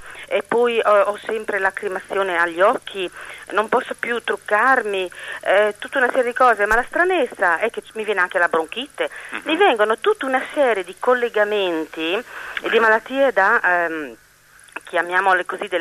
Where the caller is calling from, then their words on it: Ferrara, Emilia-Romagna, Italy; Io chiamo da Ferrara.